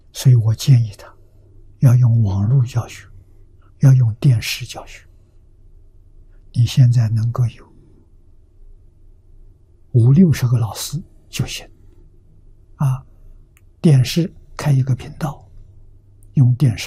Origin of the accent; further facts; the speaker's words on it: China; 我们中国人